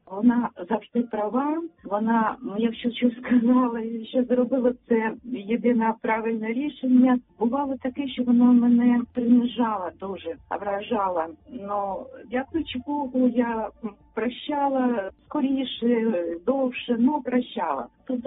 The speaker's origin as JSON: {"language": "Ukrainian", "town": "Kharkiv", "region": "Kharkiv Oblast", "country": "Ukraine", "said": "Доброго дня … я з Харкова."}